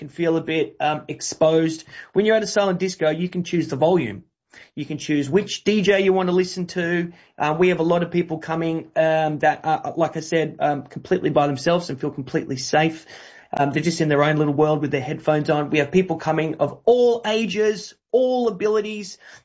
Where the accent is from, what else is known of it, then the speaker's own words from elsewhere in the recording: Australia; now in London, United Kingdom; you can hear from my voice that I am Australian. Hopefully you pick that up. My business partner is from London, and I personally have been based in London now for nearly 15 years.